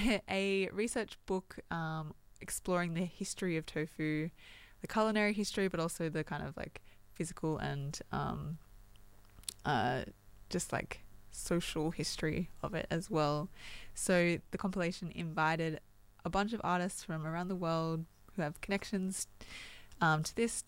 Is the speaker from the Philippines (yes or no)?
yes; Philippines; something that I grew up as a Filipino myself, grew up eating at family barbecues and different things